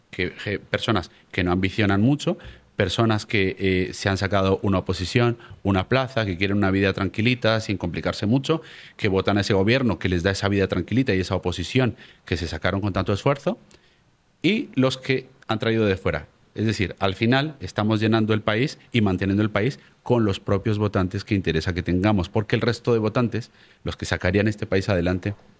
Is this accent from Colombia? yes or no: yes; Colombia; moved away as an adult; now in Spain; Yo llevo viviendo 25 años en España, hace 27 que salí de mi país de origen, que es Colombia